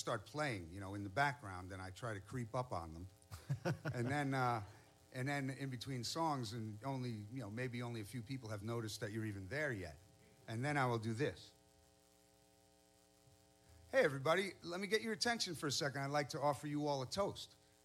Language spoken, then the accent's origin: English; Ypsilanti, Michigan, United States; This is about my hometown of Ypsilanti, Michigan.